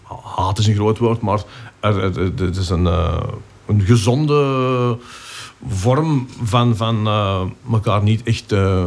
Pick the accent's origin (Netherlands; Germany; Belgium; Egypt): Belgium; Antwerp, Flanders; Ik ben een senior in hart en nier. Ik ben geboren in Pieter van Obokenstraat in het centrum Antwerpen.